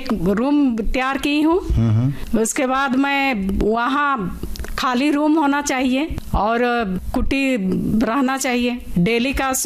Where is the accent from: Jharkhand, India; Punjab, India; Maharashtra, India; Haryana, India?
Jharkhand, India; मैं रहने वाली नामकुम के प्रखंड खरसीदाग।